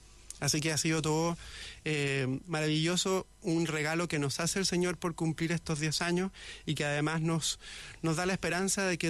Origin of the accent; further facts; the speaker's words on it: Chile; Yo soy bien devoto de la Virgen del Carmen como buen chileno